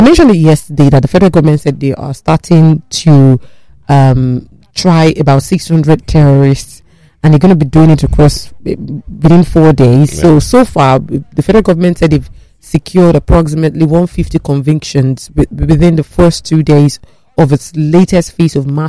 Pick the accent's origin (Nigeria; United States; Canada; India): Nigeria; I'm Nigerian.